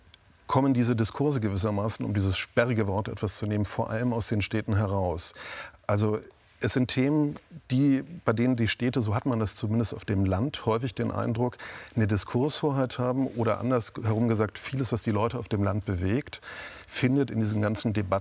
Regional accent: Mecklenburg-Vorpommern, Germany; Das sage ich als Mecklenburger

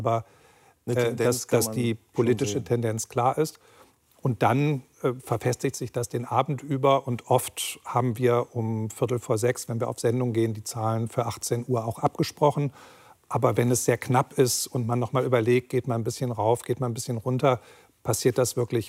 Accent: Solingen, North Rhine-Westphalia, Germany; born there; Aus meiner Geburtsstadt, ja.

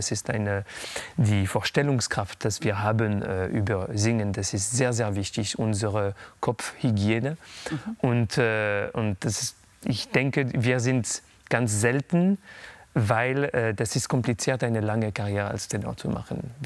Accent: Paris, Île-de-France, France; born there; German is a second language; Ich bin in Paris geboren, ein paar Kilometer von der Stadt de France.

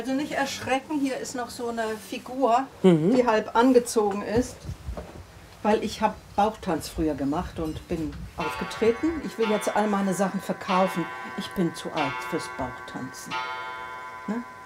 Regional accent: Lüdershagen, Mecklenburg-Vorpommern, Germany; Ich bin aus Lüdershagen. Das ist 2 Kilometer ab von hier.

